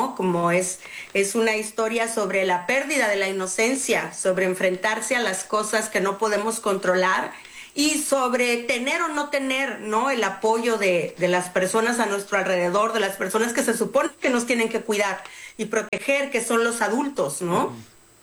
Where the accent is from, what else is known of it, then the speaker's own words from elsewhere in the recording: Mexicali, Baja California, Mexico; el barrio en el que yo crecí, ¿no? Que es una colonia popular acá en Mexicali.